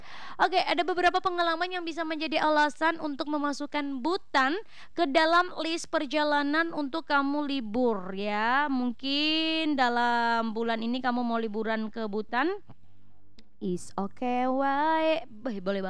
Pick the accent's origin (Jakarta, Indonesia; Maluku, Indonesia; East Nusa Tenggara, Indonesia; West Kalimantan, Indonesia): East Nusa Tenggara, Indonesia; Atambua; Saya orang Atambua guys ya, sama kayak kamu.